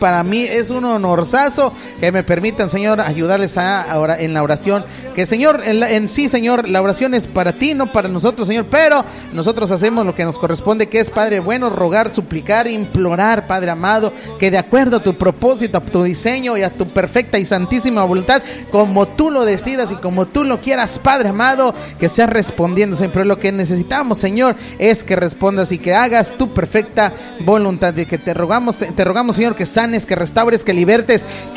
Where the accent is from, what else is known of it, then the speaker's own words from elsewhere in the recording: Pachuca, Hidalgo, Mexico; por allá por el precioso Pachuca, Hidalgo, familia, mi tierra hermosa también, por allá por Pachuca.